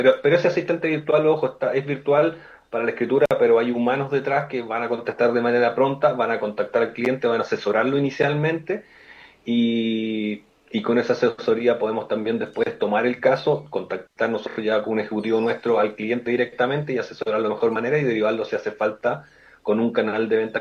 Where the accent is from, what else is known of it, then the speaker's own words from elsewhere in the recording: Santiago, Santiago Metropolitan Region, Chile; me gusta turistear como buen santiaguino